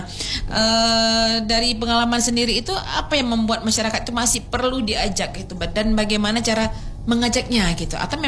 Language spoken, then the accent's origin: Indonesian; Sabang, Aceh, Indonesia; Karena sebagai orang Sabang ini ya.